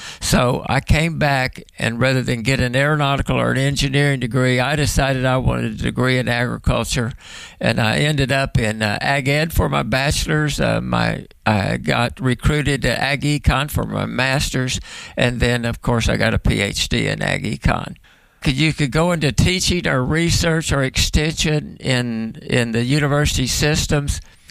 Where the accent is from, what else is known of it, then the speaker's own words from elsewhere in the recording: Oklahoma, United States; I was raised in Muskogee County, 6 miles north of Shakota, 3 miles south of Wainwright